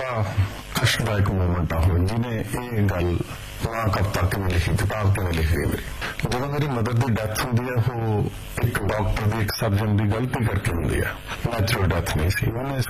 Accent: Punjab, India; ਜਿਸ ਟਾਈਮ ਦੇ ਵਿੱਚ ਮੇਰਾ ਬਚਪਨ ਆ, ਉਦੋਂ ਪੰਜਾਬ ਦੇ ਵਿੱਚ ਕੋਈ ਐਂਟਰਟੇਨਮੈਂਟ ਸੀ, ਉਦੋਂ ਫੈਮਿਲੀਜ਼ ਵੱਡੀਆਂ ਹੁੰਦੀਆਂ ਸਾਰੀਆਂ। ਮੈਂ ਪਹਿਲਾ ਬੱਚਾ ਵਾਂ ਮਾਂ ਬਾਪ ਦਾ

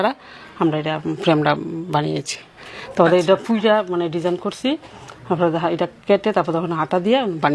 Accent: Jibannagar, Khulna Division, Bangladesh; আমার বাড়ি জীবননগর বনকুমারী মালাকার পাড়া।

